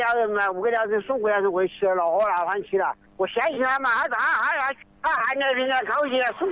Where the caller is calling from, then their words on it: Hubei, China; 县里的，这里新沟。